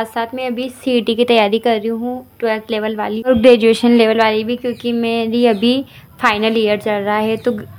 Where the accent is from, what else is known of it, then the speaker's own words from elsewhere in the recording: Bareilly, Uttar Pradesh, India; मैं बरेली से हूँ